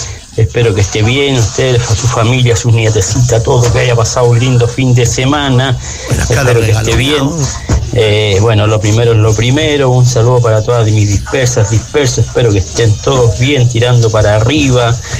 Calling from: Antofagasta, Chile; soy antofagastino también.

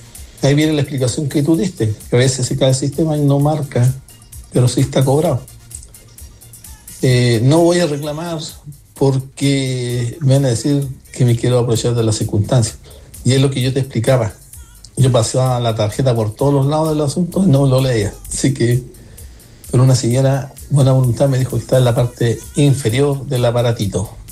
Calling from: Antofagasta, Chile

